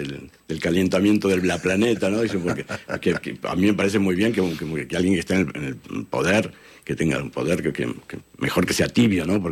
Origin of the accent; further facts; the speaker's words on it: Argentina; moved away; en mi país, en Argentina